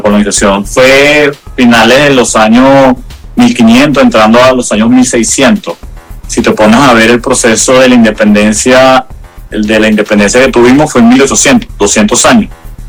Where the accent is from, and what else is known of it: Venezuela